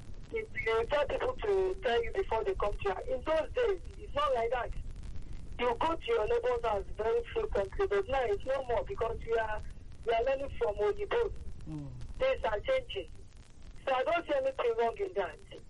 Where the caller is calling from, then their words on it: Ireland; I'm calling from Ireland.